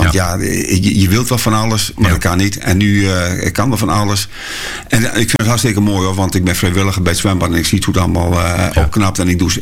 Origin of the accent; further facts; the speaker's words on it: Hardenberg, Overijssel, Netherlands; Ik kom uit Hardenberg en wij zwommen vaak in de Vecht en ja, in de Raderwijkerbeek.